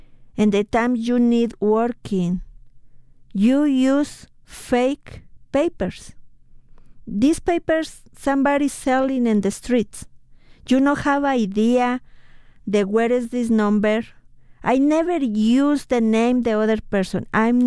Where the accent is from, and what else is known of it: Mexico City, Mexico; English is a second language; now in United States